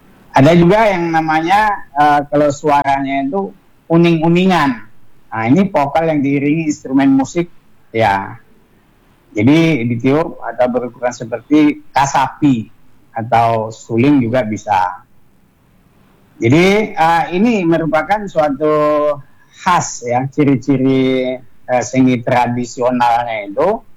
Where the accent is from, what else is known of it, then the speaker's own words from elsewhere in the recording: North Sumatra, Indonesia; Sumatera Utara, kalau di kampung saya itu kan daerah sawit. Daerah sawit itu.